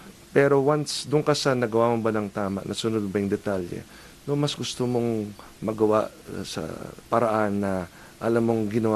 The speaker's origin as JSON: {"language": "Tagalog", "town": "San Juan", "region": "Metro Manila", "country": "Philippines", "tie": "born or raised there", "said": "I've lived here all my life. I was born in San Juan, Cardinal Santos Medical Center"}